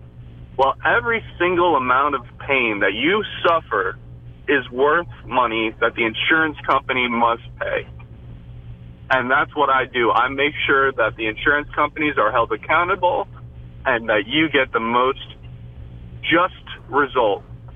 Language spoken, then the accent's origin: English; Stuart, Florida, United States; I grew up here. I grew up in Stuart, Palm City.